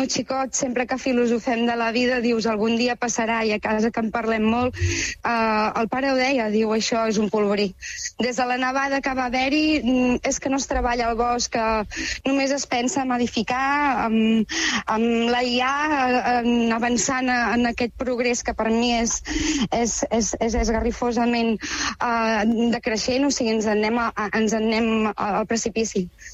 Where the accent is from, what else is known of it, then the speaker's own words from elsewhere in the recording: Calonge, Catalonia, Spain; now in Caldes de Malavella, Spain; Jo sóc de Calonja, nascuda a Calonja, pagès del Mas Molla de tota la meva vida. Tinc 41 anys, o sigui, 41 anys que estic a peu de les Gavarres, exactament a la Conca del Tinar.